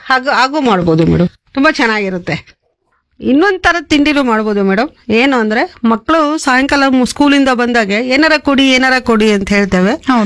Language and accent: Kannada; Raichur, Karnataka, India; basically ನಾನ್ ಬಂದು ರಾಯಚೂರ್ ಕಡೆಯವಳು